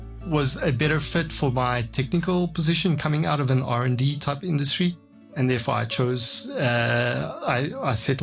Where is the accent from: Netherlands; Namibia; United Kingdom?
Namibia; also born or lived in South Africa / United States / Paris, France; now in Hong Kong; So I'm South African by birth, but I grew up in several different places, including Namibia. I worked in the US, in Paris, France. Now I'm here in Hong Kong.